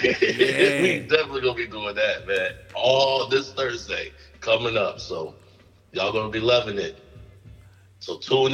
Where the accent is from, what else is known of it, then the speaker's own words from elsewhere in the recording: Bronx, New York, United States; Uptown, baby. Real Bronx. I'm from Uptown now, B.